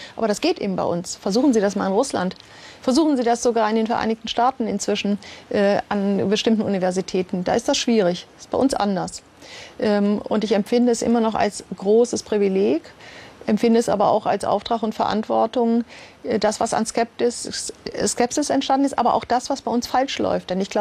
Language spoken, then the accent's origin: German; Rhineland-Palatinate, Germany; German is a second language; also born or lived in Amsterdam; unser neues Zuhause, das in einer Kleinstadt in nördlichen Rheinland-Pfalz war